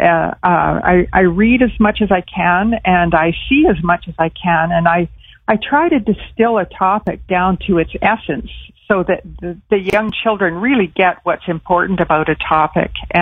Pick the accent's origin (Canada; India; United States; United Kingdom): Canada; Moose Jaw, Saskatchewan; born there; Yes, I was born in Moose Jaw, Saskatchewan, and so were my parents, and so we have a lot of roots in Saskatchewan, including farm relatives and people still living in the Moose Jaw area.